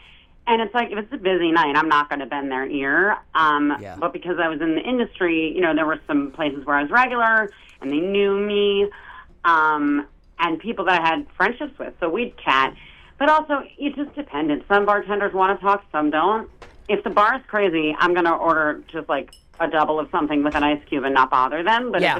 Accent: New York City, New York, United States; now in Los Angeles, United States; But I live in Los Angeles, I'm from New York City originally.

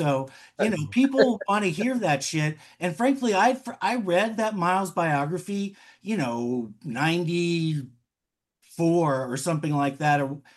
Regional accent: Kansas City, United States; I grew up in Kansas City

